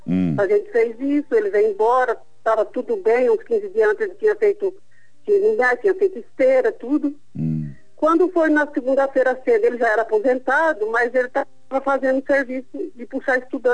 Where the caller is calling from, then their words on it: Álvares Machado, São Paulo, Brazil; De Álvares Machado.